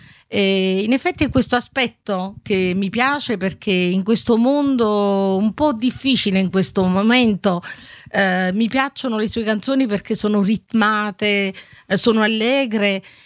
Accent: Naples, Campania, Italy; Io sono un po' molto legata al, diciamo, alla mia città natale, quindi mi piace molto la canzone napoletana

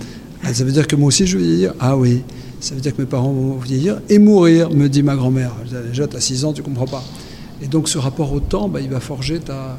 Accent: France; born there; je viens d'une famille grecque du centre du pays avec des parents immigrés qui ont fait que je suis né en France.

